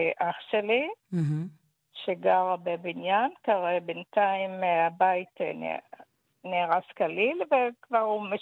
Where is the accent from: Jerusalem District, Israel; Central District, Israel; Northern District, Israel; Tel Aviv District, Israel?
Tel Aviv District, Israel; Ramat Gan; פניתי למוסדות על עובד סוציאלית, עיריית רמת גן, אנחנו מרמת גן, עובד סוציאלית, ביקשתי עזרה.